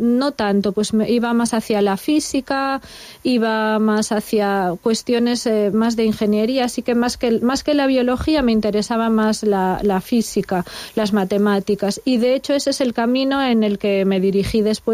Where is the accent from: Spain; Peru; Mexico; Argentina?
Spain; Viavélez, Asturias; Soy de un pueblo de Asturias, de cerca de Galicia, del occidente, se llama Vía Vélez, es muy pequeñito